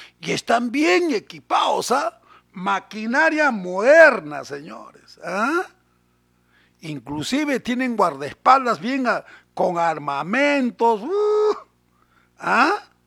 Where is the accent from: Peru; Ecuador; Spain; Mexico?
Peru